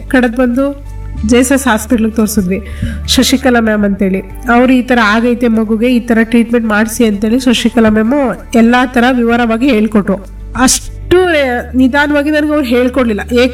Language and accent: Kannada; Boothanahalli, Karnataka, India; ನನ್ನ ಸ್ವಂತ ಅವರು ಪ್ರಿಯಾಪಟ್ಟಣ ತಾಲೂಕು ಬೂತ್ನಳ್ಳಿ ಅಂತೇಳಿ.